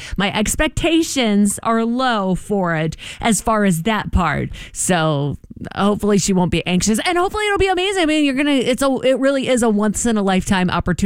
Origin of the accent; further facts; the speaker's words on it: Virginia Beach, Virginia, United States; I grew up in Kempsville